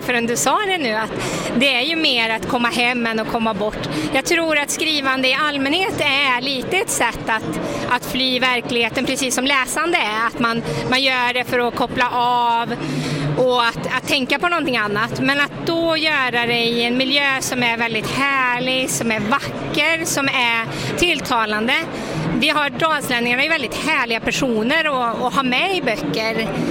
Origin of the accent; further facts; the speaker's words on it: Åmål, Västra Götaland County, Sweden; born there; jag är ju född i Åmål och vi har stuga i Långedstrakten.